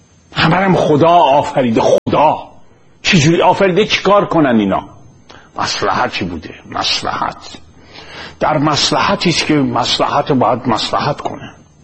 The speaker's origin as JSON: {"language": "Persian", "country": "Iran", "tie": "born or raised there", "moved": "yes", "said": "من توی مملکتی بزرگ شدم"}